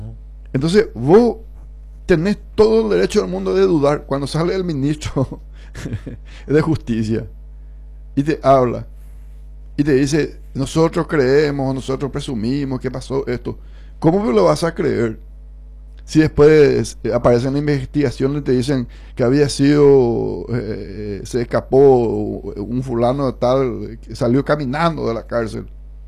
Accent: Paraguay; yo te digo como paraguayo.

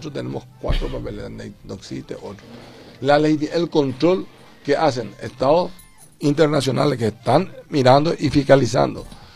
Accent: Paraguay; tenemos por primera vez en Paraguay

